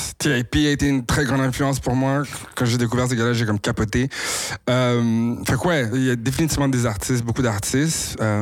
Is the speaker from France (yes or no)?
no; Ontario, Canada; on vient de l'Ontario, mais on a les Caraïbes dans le sang.